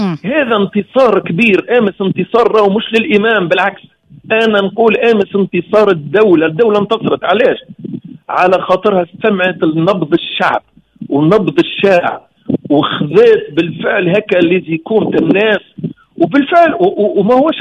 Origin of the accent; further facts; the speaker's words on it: Tunisia; قداش احنا شعب طيب، قديش التوانسة الطيبين،